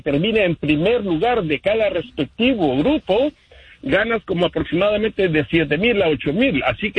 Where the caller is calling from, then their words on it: Houston, Texas, United States; Hablando de Houston